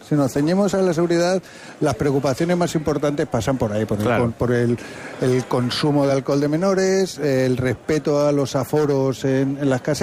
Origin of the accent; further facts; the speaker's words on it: Madrid, Community of Madrid, Spain; Yo soy madrileño y dicen, hay que ver dos días largos que se pegan allí.